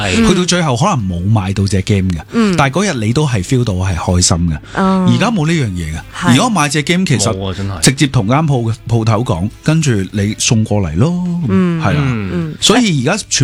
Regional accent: Guangzhou, Guangdong, China; moved away as an adult; now in Hong Kong; 土生土长嘅海珠人嚟嘅

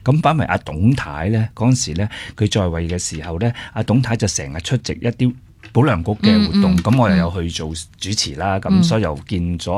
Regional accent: Hong Kong

